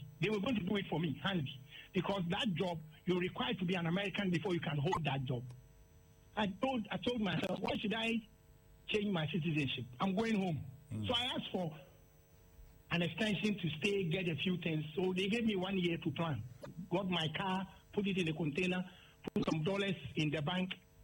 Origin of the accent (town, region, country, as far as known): Ghana; moved away as an adult